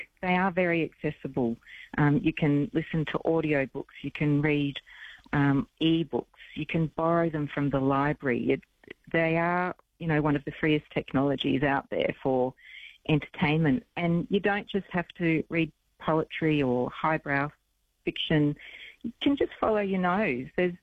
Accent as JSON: {"language": "English", "town": "Brisbane", "region": "Queensland", "country": "Australia", "moved": "yes", "lives_now": "Melbourne, Australia", "said": "I'm from Brisbane originally, I'm in Melbourne at the moment"}